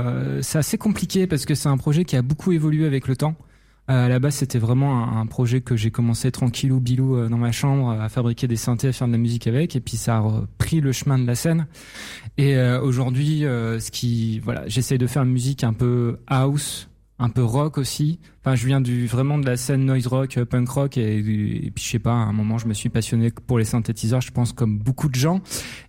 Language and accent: French; Hauts-de-France, France; moved away as an adult; now in Paris region, France; j'ai dû déménager en région parisienne récemment. Donc, je ne suis pas très fier, mais je reste fidèle à mes racines du Nord.